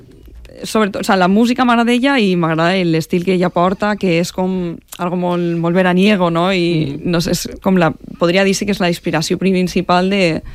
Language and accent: Catalan; Benissa, Valencian Community, Spain; Jo soc de Benissa.